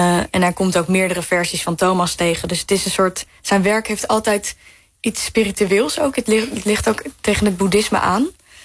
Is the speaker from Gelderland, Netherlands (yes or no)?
yes; Arnhem, Gelderland, Netherlands; born or raised there